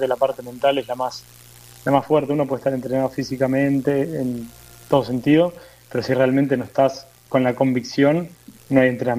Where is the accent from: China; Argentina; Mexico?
Argentina; Buenos Aires Province; Somos de las afueras de Buenos Aires.